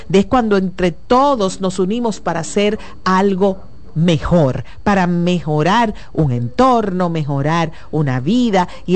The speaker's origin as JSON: {"language": "Spanish", "country": "Dominican Republic"}